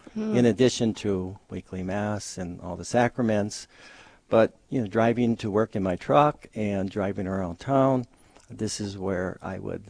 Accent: Dickinson, North Dakota, United States; I was born in Stark County, Dickinson, North Dakota.

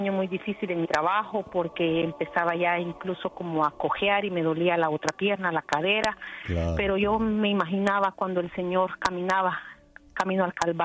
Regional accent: Jutiapa, Guatemala; Quiero pedir por mi pueblo Jutiapa, pues ayer hubo un sismo bastante fuerte. Murieron ya algunas personas, 5 me parece, en algún pueblito de mi tierra.

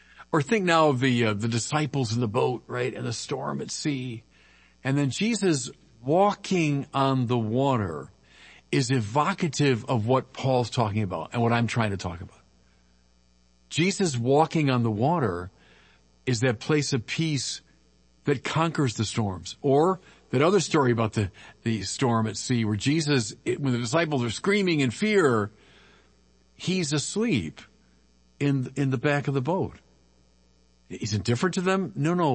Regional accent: Chicago, Illinois, United States; I'm from Chicago, Lake Michigan, which is like inland sea.

